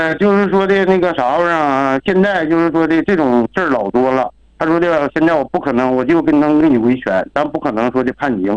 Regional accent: Yadong, Inner Mongolia, China; 我也是亚阿荣旗亚东镇东兴村的。

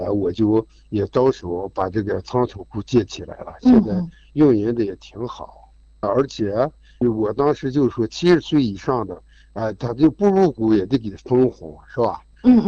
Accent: Bayannur, Inner Mongolia, China; 作为一个巴彦淖尔市土生土长的农民

